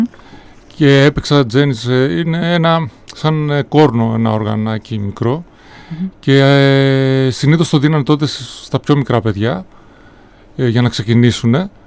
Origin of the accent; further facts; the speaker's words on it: Giannitsa, Central Macedonia, Greece; moved away; Μεγάλωσα στα Γιαννιτσά και το πατρικό μου βρίσκεται πολύ κοντά στη φιλαρμονική του Δήμου Γιαννιτσών.